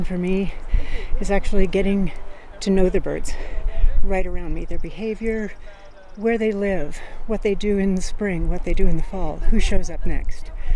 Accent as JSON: {"language": "English", "town": "Fort Collins", "region": "Colorado", "country": "United States", "said": "I'm from Fort Collins, Colorado."}